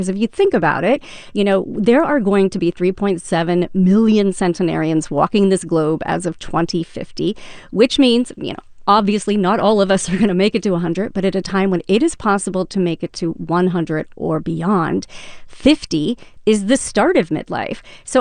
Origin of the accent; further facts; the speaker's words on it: Louisville, Kentucky, United States; I grew up in Kentucky, in Louisville.